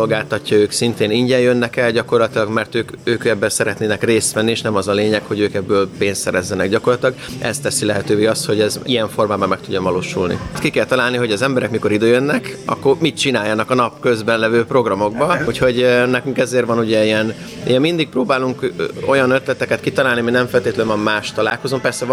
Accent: Budapest, Hungary; mi budapestiek vagyunk

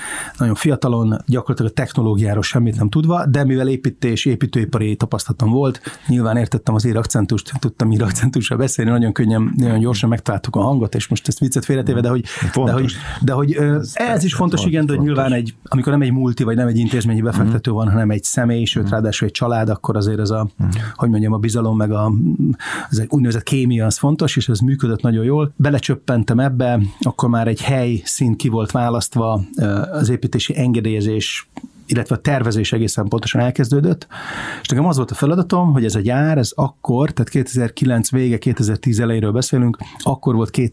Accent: Székesfehérvár, Fejér, Hungary; born or raised there

